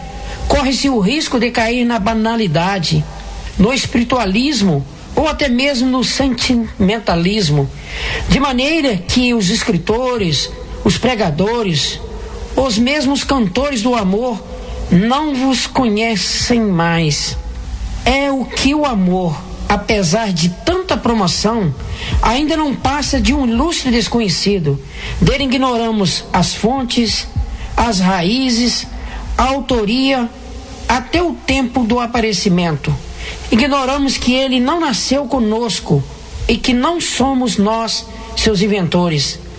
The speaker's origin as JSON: {"language": "Portuguese", "town": "Piraúba", "region": "Minas Gerais", "country": "Brazil", "moved": "as an adult", "lives_now": "Boston, United States", "said": "sou mineiro da cidade de Piraúba, resido aqui nos Estados Unidos, na cidade de Boston, há quase 21 anos. Eu pertenço aqui à comunidade de Santo Antônio de Pádua, do padre Francisco Silva."}